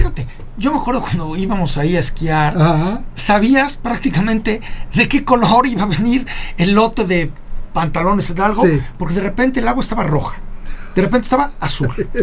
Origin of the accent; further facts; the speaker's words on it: Puebla, Mexico; yo creo que como poblanos